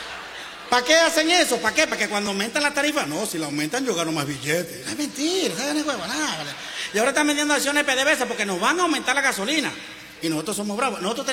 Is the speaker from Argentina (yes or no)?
no; Venezuela; Lo que yo haga con mis reales como venezolano